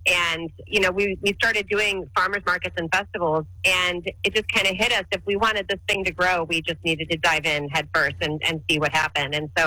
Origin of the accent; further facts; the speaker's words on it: Wheaton, Illinois, United States; also born or lived in California; Yeah, I grew up in Wheaton, actually, Wheaton, Illinois.